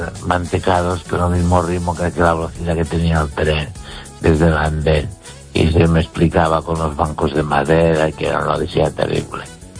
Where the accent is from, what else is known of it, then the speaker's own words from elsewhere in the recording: Galicia, Spain; Y mi pueblo está a unos 9 kilómetros o 8 de los Peares. Está en la altura de la montaña. Y entonces bajábamos en los Peares.